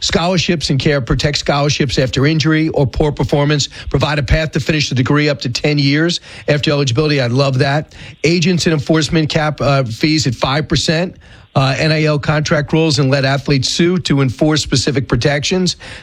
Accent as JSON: {"language": "English", "town": "Long Island", "region": "New York", "country": "United States", "tie": "born or raised there", "said": "outside where I grew up in Long Island"}